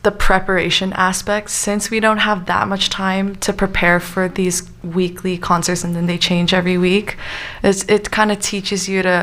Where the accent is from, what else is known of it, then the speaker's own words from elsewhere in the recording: Cupertino, California, United States; I'm from Cupertino.